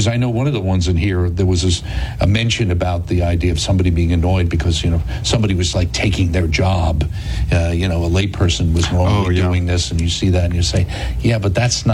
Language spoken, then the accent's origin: English; New Jersey, United States; in my home state of New Jersey, where music is widely appreciated